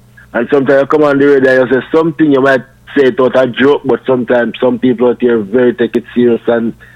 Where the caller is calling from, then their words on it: Portmore, Saint Catherine, Jamaica; I'm calling from Portmore in St. Catherine.